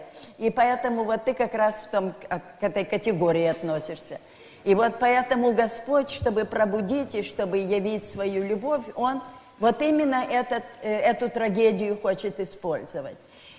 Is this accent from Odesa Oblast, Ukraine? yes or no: no; Donetsk, Donetsk Oblast, Ukraine; у нас в Донецке, я родилась в Донецке, мой отец был горный инженер